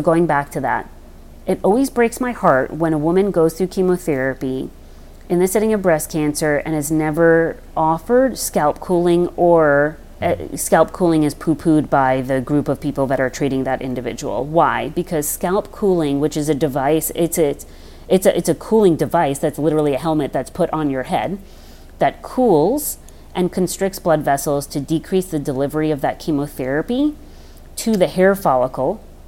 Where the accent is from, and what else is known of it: Long Island, New York, United States; born or raised there